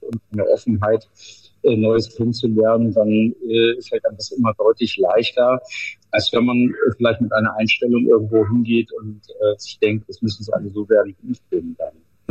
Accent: Kiel, Schleswig-Holstein, Germany; moved away as an adult; now in Bavaria, Germany; habe ein Theaterfestival auch in meiner Heimatstadt Kiel gemacht

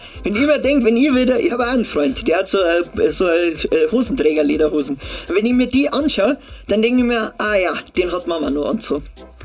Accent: Munich, Bavaria, Germany; Ich bin ja echt Minga Kinder.

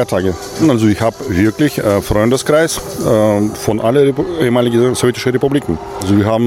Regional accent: Kemerovo Oblast, Russia; German is a second language; also born or lived in Novosibirsk / Saratov / Moscow / Ukraine; now in Germany; Ich komme aus Sibirien, ich bin in Novosibirsk geboren, aufgewachsen im Kemerovo-Gebiet. Habe ich auch in Saratow gewohnt, auch Moskau, auch in einem Teil von Ukraine.

